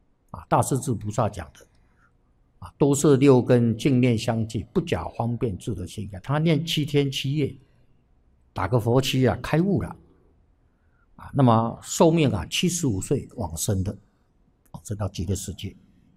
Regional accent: Taiwan; 我们台湾这边

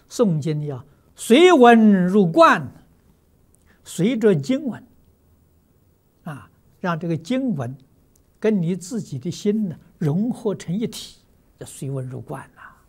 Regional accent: China; 我们中国人叫乞丐呀。

